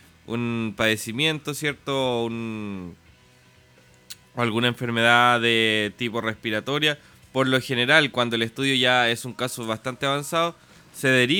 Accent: Chile

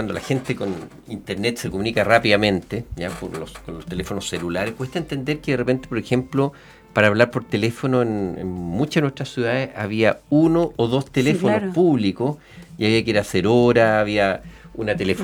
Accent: San Fernando, O'Higgins, Chile; yo soy de San Fernando

